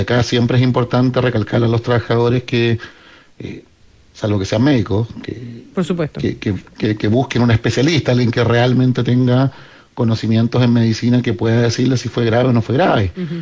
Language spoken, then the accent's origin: Spanish; Punta Arenas, Magallanes and Chilean Antarctica, Chile; Que está muy presente en el sur. Yo soy de Punta Arenas.